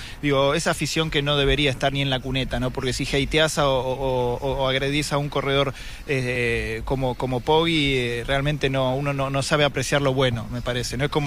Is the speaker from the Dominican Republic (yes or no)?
no; Argentina; Sí, claro, se sigue siendo argentino y bancando. Bueno, nada, hoy he tenido, digamos, más acercamiento de los colegas por ahí, porque nunca estuve con la camiseta argentina